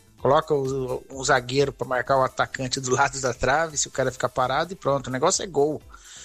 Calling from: Mogi das Cruzes, São Paulo, Brazil; de Mogi das Cruzes.

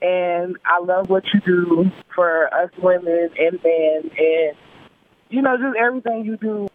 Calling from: Arcadia, Florida, United States; and I'm calling from Arcadia, Florida.

